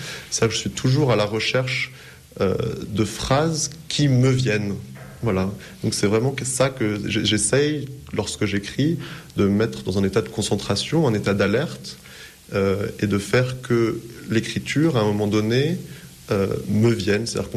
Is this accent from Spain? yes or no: no; Paris, Île-de-France, France; born there; moved away as an adult; also born or lived in United States; Donc moi, je suis français, parisien. Je suis né à Paris. J'ai fait des études de lettres à Paris.